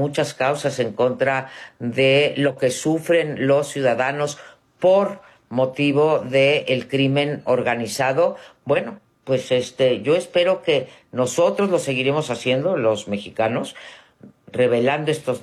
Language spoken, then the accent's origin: Spanish; Mexico; Pues, me duele como mexicana decir esto.